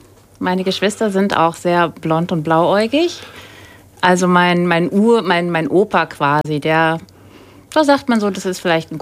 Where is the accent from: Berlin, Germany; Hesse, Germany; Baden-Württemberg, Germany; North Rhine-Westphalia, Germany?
Hesse, Germany; Wiesbaden; Ich bin in Wiesbaden geboren, wie die Familie ist schon seit Jahren in Wiesbaden. Ich lebe in Wiesbaden und ich bleibe, glaube ich, auch in Wiesbaden. Also ich war mal ganz kurz in Hamburg ein Jahr lang.